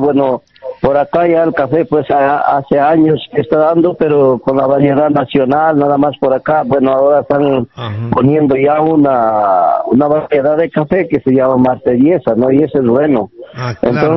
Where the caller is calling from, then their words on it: La Pona, Peru; de acá de La Pona